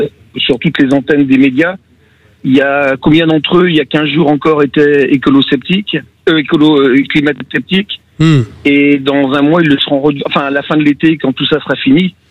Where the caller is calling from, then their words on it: Lyon, Auvergne-Rhône-Alpes, France; Oui, je suis lyonnais, oui.